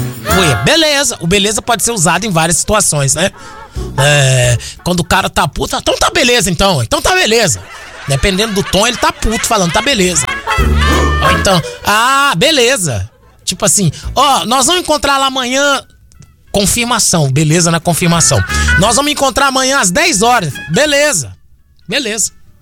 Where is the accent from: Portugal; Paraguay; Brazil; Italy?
Brazil; Minas Gerais; O mineiro não fala nuca, ele fala cangote. Ô, velho, vem aqui no meu cangote aqui, ó, né? Nós não fala tropeçar, nós fala trupicar.